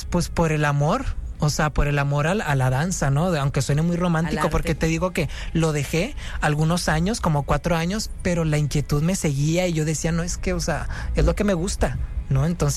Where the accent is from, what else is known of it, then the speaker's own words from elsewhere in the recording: Culiacán, Sinaloa, Mexico; Sí, es complicado, ¿no? Y también en una cultura del norte, bueno, les digo, yo soy